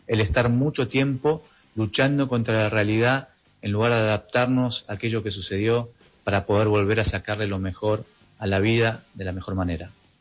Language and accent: Spanish; Argentina; Soy argentino, soy médico especialista en medicina del estrés